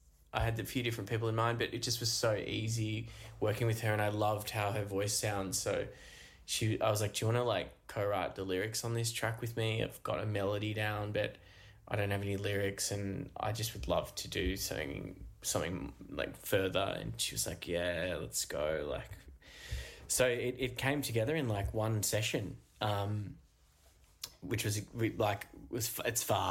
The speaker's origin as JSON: {"language": "English", "country": "Australia", "also_born_or_lived": "Melbourne", "moved": "as an adult", "said": "moving to the city, like for the first time as an Australian"}